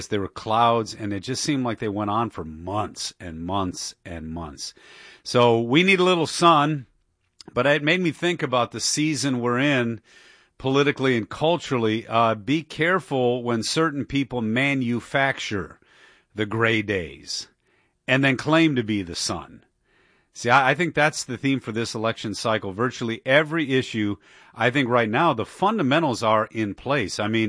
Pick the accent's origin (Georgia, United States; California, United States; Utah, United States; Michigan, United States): Michigan, United States; now in Washington, D.C., United States; I grew up in Michigan